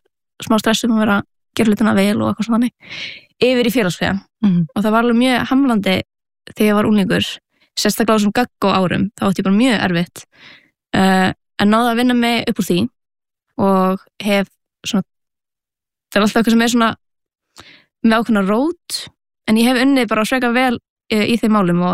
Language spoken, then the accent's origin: Icelandic; Reykjavík, Capital Region, Iceland; Herði, ég ólst upp eða fættist í Reykjavík og haf alltaf búið hér. Bjó fyrstu 7 ár æfuminar á Baldurskötunni, neyri bæ og svona miðbæjar barn.